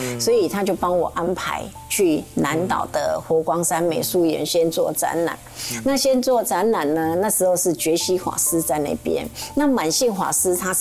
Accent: Taiwan; moved away

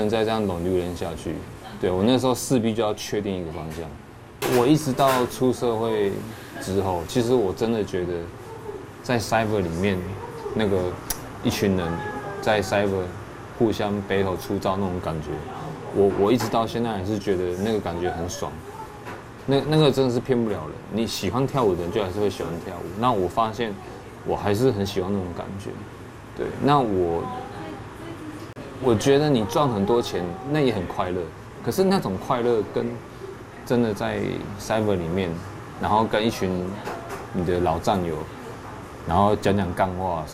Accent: Taipei, Taiwan; now in Kaohsiung, Taiwan; 我是台北人嘛，然后我来高雄念书

